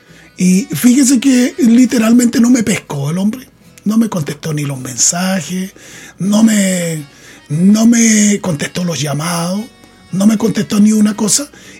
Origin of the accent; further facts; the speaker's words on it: Chile; nos toca vivir a nosotros como chilenos